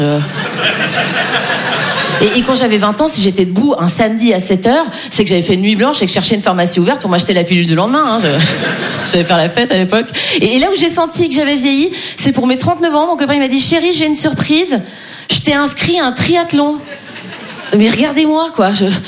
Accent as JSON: {"language": "French", "country": "Switzerland"}